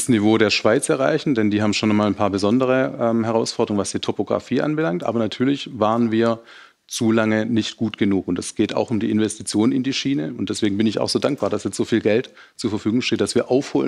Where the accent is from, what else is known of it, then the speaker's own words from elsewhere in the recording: Baden-Württemberg, Germany; Wir haben leider mit Stuttgart 21, kommen wir aus der Region Stuttgart 1, so ein Beispiel